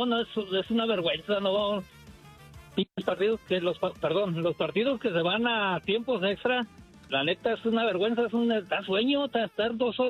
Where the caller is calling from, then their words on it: Denver, Colorado, United States; De Denver, Colorado.